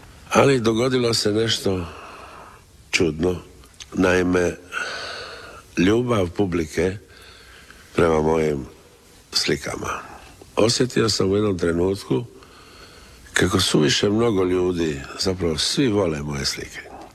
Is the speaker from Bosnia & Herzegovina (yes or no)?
no; Dalmatia, Croatia; also born or lived in Dubrovnik; ja sam Dalmatinac